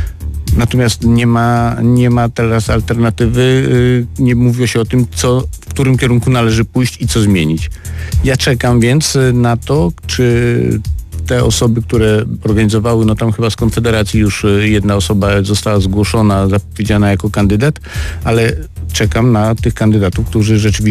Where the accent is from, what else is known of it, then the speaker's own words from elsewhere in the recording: Świętokrzyskie Voivodeship, Poland; Ja pochodzę ze Świętokrzyskiego, po sąsiedzku, też niedużego miasta